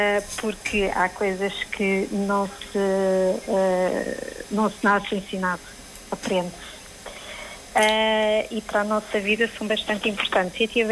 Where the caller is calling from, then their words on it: Lisbon, Portugal; Eu falo de Lisboa.